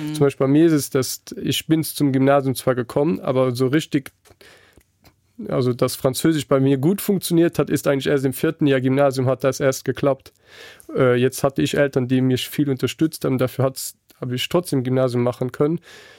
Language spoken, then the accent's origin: German; Luxembourg; first language Luxembourgish; German is a second language; Also ich habe einen Luxemburger Vater und eine holländische Mutter, bin aber in Luxemburg aufgewachsen. So eigentlich zu Hause haben wir Luxemburgisch geredet. Meine Mutter hat ein wenig versucht, mit uns Holländisch zu reden.